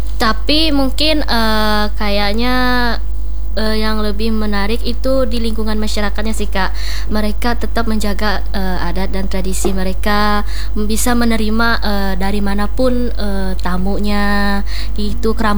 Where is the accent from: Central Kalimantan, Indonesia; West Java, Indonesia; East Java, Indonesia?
Central Kalimantan, Indonesia; di daerahku, khususnya di Katingan sih, Mangkikip sih Kak, sama Riam Gahis.